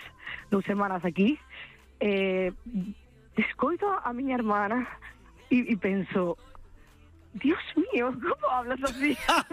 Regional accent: Galicia, Spain; porque eu aquí non son, xa de aquí, xa son, ya estou, son galega, pero cando estou aí parece que cheguei aí, onte.

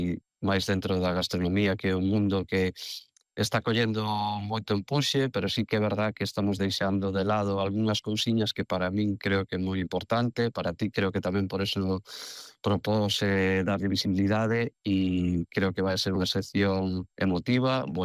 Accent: Galicia, Spain; aí é onde entramos nós como galegos, somos un referente dentro do plano mundial

